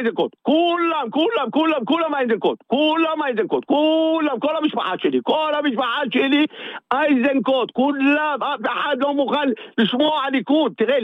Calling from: Petah Tikva, Central District, Israel; אני פתח תקוואי

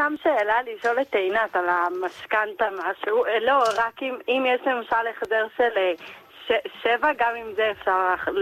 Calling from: Petah Tikva, Central District, Israel; אני מפתח תקווה, בת 24

